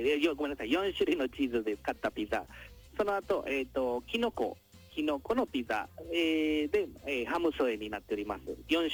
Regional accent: Colombia; now in Ibaraki, Japan; 僕としてはコロンビア出身になっておりますので、

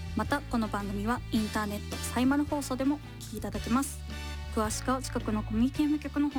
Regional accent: Kanagawa, Japan; 私神奈川出身なので湘南の海よく行ってたんですけど

